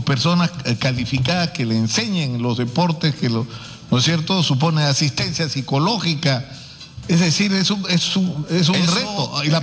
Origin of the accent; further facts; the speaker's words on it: Peru; como los peruanos tenemos la mala costumbre de no querernos a nosotros mismos